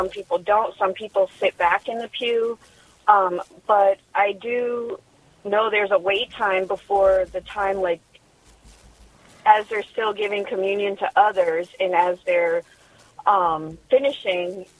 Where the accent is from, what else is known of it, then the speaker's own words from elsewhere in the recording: New England, United States; now in North Carolina, United States; I was raised in New England, Catholic